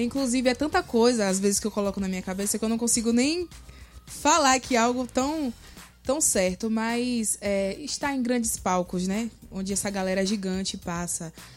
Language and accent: Portuguese; Bahia, Brazil; moved away; a gente que vem de lá da Bahia, principalmente eu, que é do interior